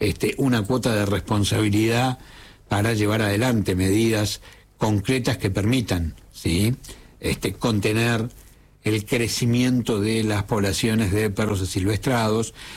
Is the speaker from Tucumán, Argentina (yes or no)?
no; Río Grande, Tierra del Fuego, Argentina; Yo recuerdo cuando era chico, vivíamos en Río Grande